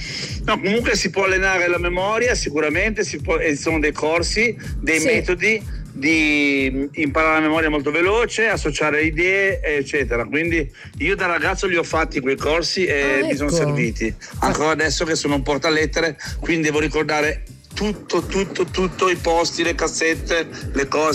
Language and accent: Italian; Liguria, Italy; born there; now in Stella, Italy; Io quando ero ragazzo abitavo a Bissola